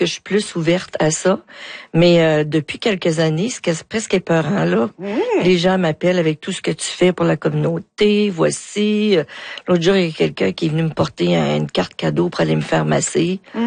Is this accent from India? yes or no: no; Rouyn-Noranda, Quebec, Canada; Puis le privilège que j'ai, c'est que je suis née à Rouyn-Noranda.